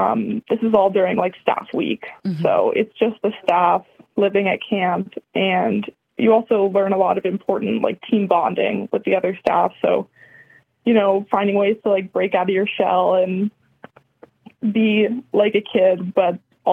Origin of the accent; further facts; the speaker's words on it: Frankfort, Michigan, United States; also born or lived in Traverse City, Michigan; my hometown, and I grew up in Frankfort before I moved to Traverse City